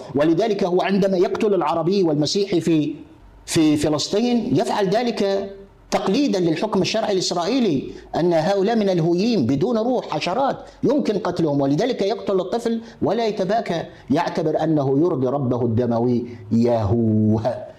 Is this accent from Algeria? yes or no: yes; Algeria; عندنا في الجزائر حسيبة بن بوعلي وفاطمة سومر